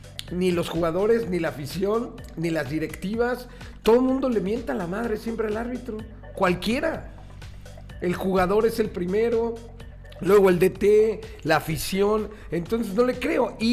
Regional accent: Mexico; los mexicanos somos envidiosos

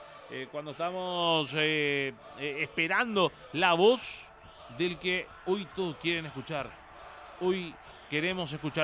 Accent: Paraguay; como hermanos que somos paraguayos

